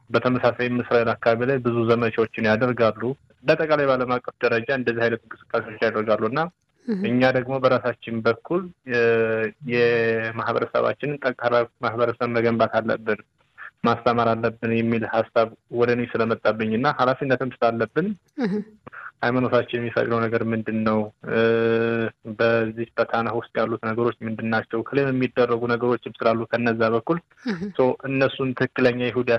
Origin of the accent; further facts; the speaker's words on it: Shewa, Ethiopia; born there; now in Addis Ababa, Ethiopia; የተወለድኩት ወደ ሸዋ አካባቢ ክፍለ ሀገር ላይ ነው እና እዛ የተወሰነ ጊዜ እዛ ኖር ያለው። ከዛ ወደዚህ ሙቭ አድርገን እዚህ አዲስ አበባ ከመጣን በኋላ እዚህ አዲስ አበባ ላይ ነው እየኖርኩ ያለሁት።